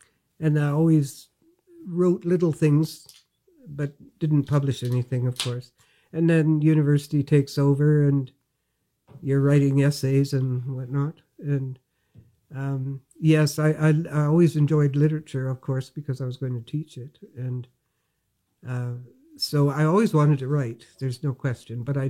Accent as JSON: {"language": "English", "town": "Quesnel", "region": "British Columbia", "country": "Canada", "tie": "born or raised there", "moved": "as an adult", "said": "And I lived in Quesnel. I grew up in Quesnel, okay, which is not that far from Dawson Creek."}